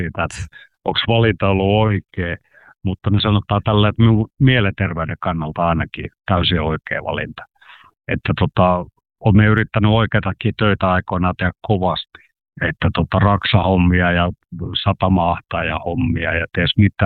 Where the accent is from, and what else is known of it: South Karelia, Finland